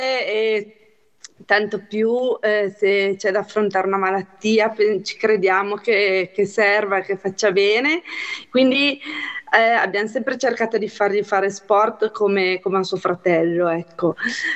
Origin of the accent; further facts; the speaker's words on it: Liguria, Italy; diciamo che essendo liguri nuotava sempre in mare